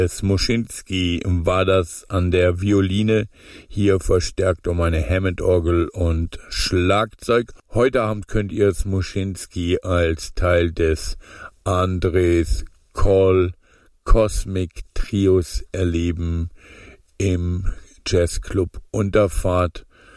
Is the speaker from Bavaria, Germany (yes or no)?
yes; Munich, Bavaria, Germany; Aber warum nicht mal als Münchner mal nach München reisen?